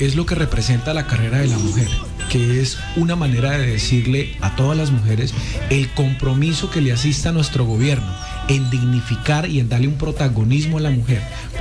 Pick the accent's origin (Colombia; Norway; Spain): Colombia; Llanos Orientales; recordarle a nuestros niños que somos un pueblo llanero.